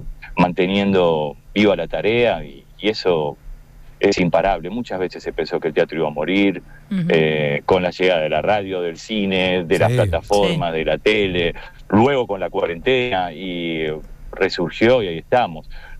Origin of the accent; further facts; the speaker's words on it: Uruguay; Sí, sin duda, vengo de Uruguay y allá se vio mucho, sabes que en Uruguay pasaron 3 veces graduados en la televisión abierta, incluso